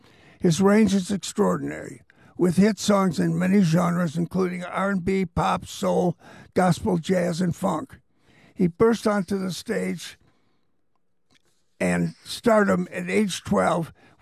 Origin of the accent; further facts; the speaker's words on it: Detroit, Michigan, United States; Harry grew up about 4 miles from where I grew up in Detroit.